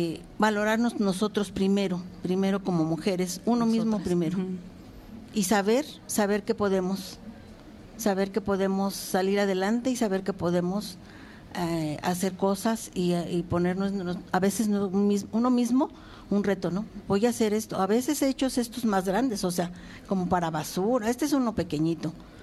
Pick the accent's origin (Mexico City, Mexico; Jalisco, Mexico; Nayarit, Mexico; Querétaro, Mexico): Querétaro, Mexico; Ezequiel Montes; yo soy del municipio de Ezequiel Montes